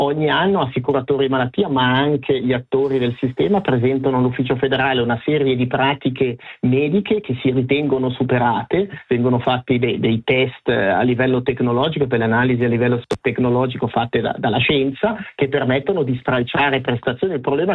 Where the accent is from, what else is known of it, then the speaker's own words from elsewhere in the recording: Ticino, Switzerland; Io ho il privilegio di essere chiamato come ticinese